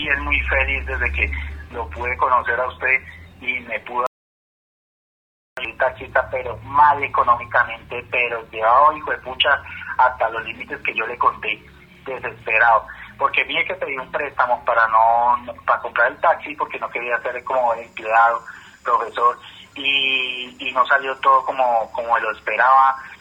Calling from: Medellín, Antioquia, Colombia; De aquí, el barrio Eduardo Santos, de aquí de Medellín

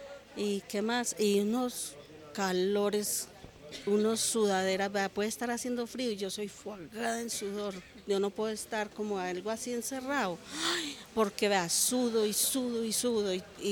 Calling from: Medellín, Antioquia, Colombia; De Robledo Miramar

